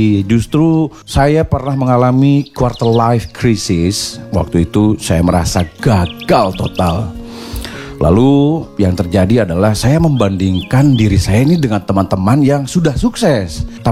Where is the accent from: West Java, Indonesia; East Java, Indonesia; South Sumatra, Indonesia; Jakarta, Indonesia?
Jakarta, Indonesia; born there; Saya lahir di Jakarta 15 Oktober 1984.